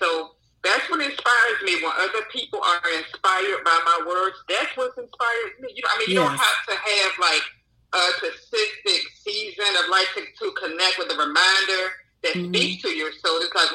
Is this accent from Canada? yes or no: no; Washington, District of Columbia, United States; moved away as an adult; now in Atlanta, United States; I'm originally from Washington, D.C. I've been in Atlanta, Georgia for a little over 25 years.